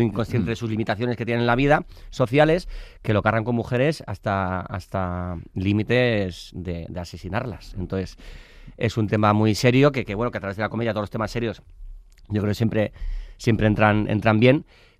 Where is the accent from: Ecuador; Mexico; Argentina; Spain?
Spain; Basque Country; Soy vasco, sí, todos los rodajes, ¡ay, qué frío! Pero si eres vasco, si eres del norte, que soy tan vasco como friolero